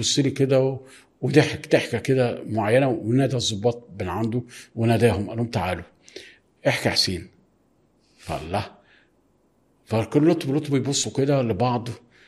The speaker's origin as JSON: {"language": "Arabic", "country": "Egypt", "said": "ان انا صحفي مصري"}